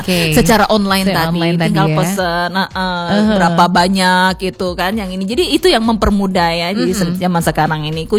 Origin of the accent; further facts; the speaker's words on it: Palembang, South Sumatra, Indonesia; Mau ke pasar 16 nih, kita orang Palembang.